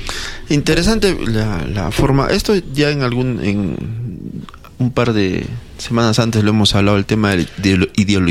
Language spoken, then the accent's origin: Spanish; Peru